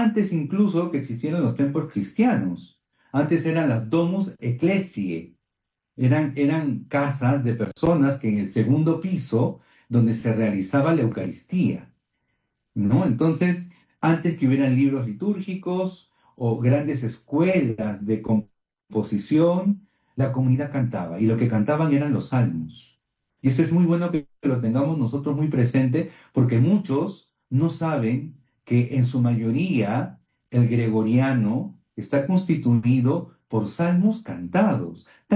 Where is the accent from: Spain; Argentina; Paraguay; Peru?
Peru; also born or lived in Cusco / Puno / Trujillo; la vivo aquí en el Perú. Le he vivido cuando vivía en el Cusco, cuando estaba en Puno, cuando estaba en Trujillo, cuando he estado en otros lugares de nuestro país